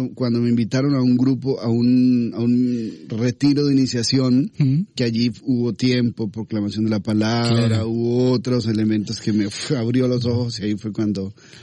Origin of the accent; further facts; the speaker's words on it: Yopal, Casanare, Colombia; born there; also born or lived in Trinidad, Casanare; en Yopal, que es la ciudad que me acogió como adolescente. Yo nací en un pueblito que se llama La Santísima Trinidad.